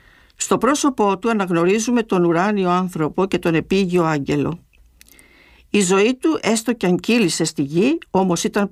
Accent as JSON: {"language": "Greek", "country": "Greece", "said": "Αν θελήσουμε να τον αντικρίσουμε ως Έλληνες, μπορούμε να πούμε ότι του χρωστάμε σχεδόν το παν."}